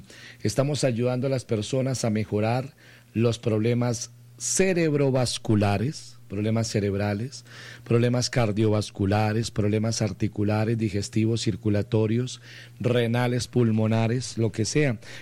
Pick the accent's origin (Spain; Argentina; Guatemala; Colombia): Colombia